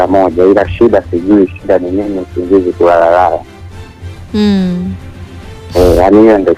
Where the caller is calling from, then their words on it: Pwani, Tanzania; kutokea mkoa wa Pwani.